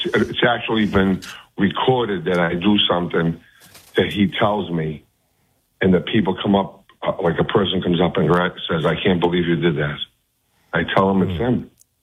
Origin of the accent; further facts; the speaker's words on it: Punta Gorda, Florida, United States; I'm from Punta Gorda, Florida.